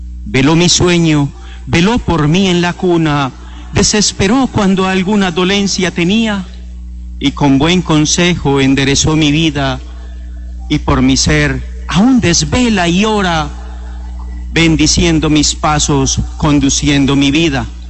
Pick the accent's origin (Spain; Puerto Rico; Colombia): Colombia; Medellín, Antioquia; Yo como buen paisa